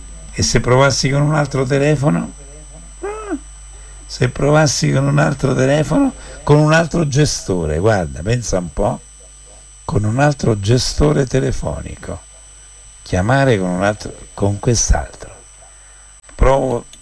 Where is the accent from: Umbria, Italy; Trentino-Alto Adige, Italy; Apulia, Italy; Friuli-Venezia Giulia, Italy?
Umbria, Italy; Monteleone di Spoleto; un saluto al mio paese